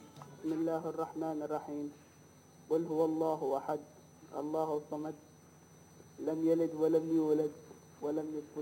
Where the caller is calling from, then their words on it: Al Raydah, Yemen; من الريضة.